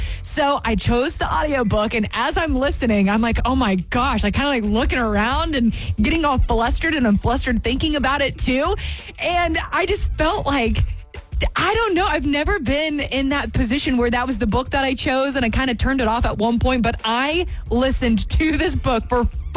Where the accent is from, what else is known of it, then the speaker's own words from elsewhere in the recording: Southern US, United States; being a Southerner, I was like, I'm all the way out